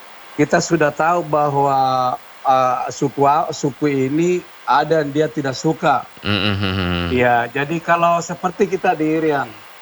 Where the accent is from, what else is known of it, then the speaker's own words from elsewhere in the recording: South Sulawesi, Indonesia; moved away; also born or lived in Papua; kalau kita orang Makassar itu, Bugis Makassar itu